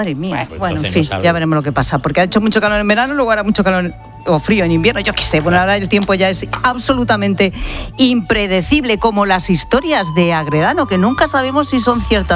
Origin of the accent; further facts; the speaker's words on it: Castile and León, Spain; porque es que hoy es la fiesta de mi pueblo, ¡hombre! De María de Aliste, ¿sí? Zamora.